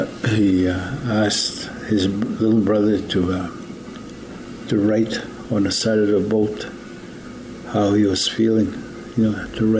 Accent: Norway House, Manitoba, Canada; I'm a Cree from Norway House. I attended Cross Lake Residential School, Catholic school, in 1953, where I believe it was 3 years.

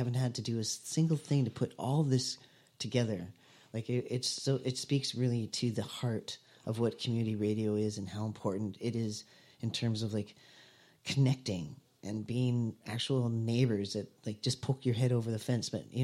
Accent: Alberta, Canada; I'm from Alberta, so it's not like that there.

